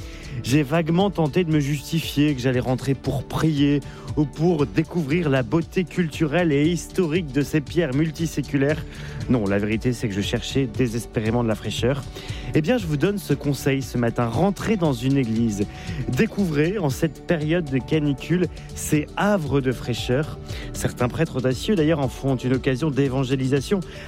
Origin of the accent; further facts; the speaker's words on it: Brest, Brittany, France; moved away; J'ai grandi à Brest